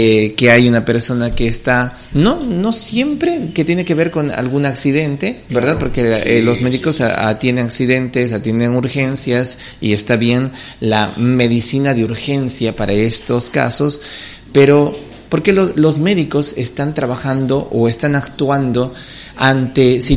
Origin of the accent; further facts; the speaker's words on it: Camargo, Chuquisaca, Bolivia; now in Trinidad, Bolivia; Soy de Chuquisaca, Camargo, que es una provincia que está cerca de Tarija. Así que la cultura de Camargo es un poco más tarijeña.